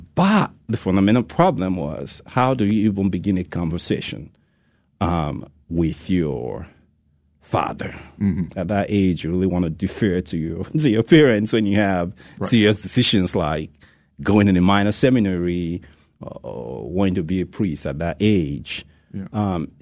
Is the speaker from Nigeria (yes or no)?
yes; Nigeria; moved away; I am from Nigeria. Mm-hmm. And from the beginning, yes, I grew up in the faith in a very Catholic family.